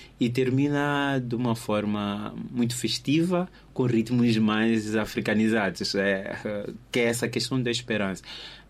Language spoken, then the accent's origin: Portuguese; Mozambique; Sou moçambicano e gostava muito que Moçambique saísse do anonimato quando se falasse de música erudita, né?